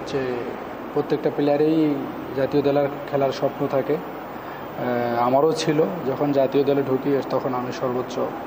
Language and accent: Bangla; Dinajpur District, Rangpur Division, Bangladesh; আমার জন্মগ্রহণ হলো দিনাজপুর জেলায়, ওখানেই আমার শৈশবে বেড়ে ওঠা। নবীগুরু উচ্চ বিদ্যালয় আমার মাধ্যমিক এবং উচ্চ মাধ্যমিক মনমোদপুর আইডিয়াল ডিগ্রি কলেজ।